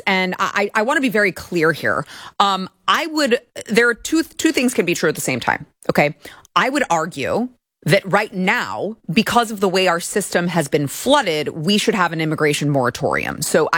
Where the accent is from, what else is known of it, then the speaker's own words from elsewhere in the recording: United States; as an American